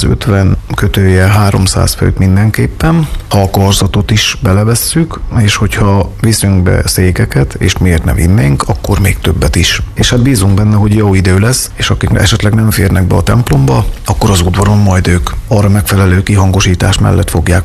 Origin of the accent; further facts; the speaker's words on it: Szabolcs-Szatmár-Bereg, Hungary; én tényleg tőzsgyökeres szatmári vagyok